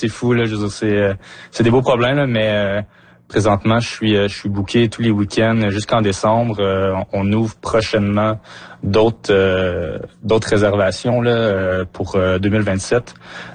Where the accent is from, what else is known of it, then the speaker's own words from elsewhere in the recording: Mont-Tremblant, Quebec, Canada; moved away as an adult; now in Amos, Canada; Non, moi, je viens de Mont-Tremblant. Je suis arrivé en novembre 2022 à Amos.